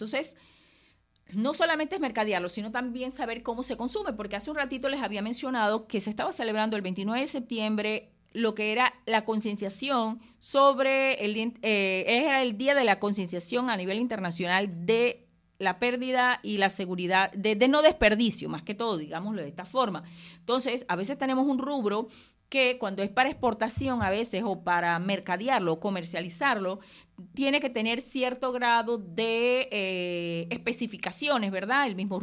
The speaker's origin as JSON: {"language": "Spanish", "country": "Panama"}